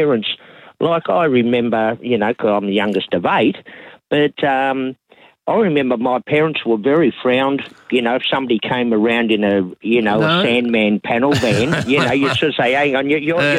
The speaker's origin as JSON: {"language": "English", "town": "Geelong", "region": "Victoria", "country": "Australia", "said": "Now, we're from Geelong, so we went up to Melbourne."}